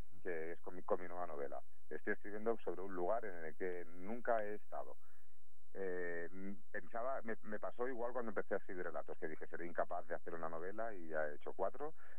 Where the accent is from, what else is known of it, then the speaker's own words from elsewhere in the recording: Barcelona, Catalonia, Spain; born there; now in Sabadell, Spain; Soy nacido de Barcelona